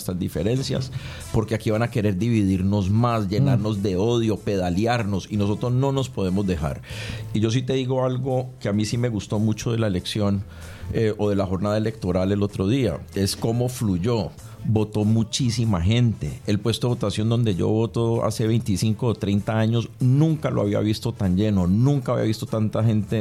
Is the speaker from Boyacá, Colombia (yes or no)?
no; Cali, Valle del Cauca, Colombia; Y quiero agradecer y felicitar a los caleños porque fuimos un ejemplo de paz para todo el pa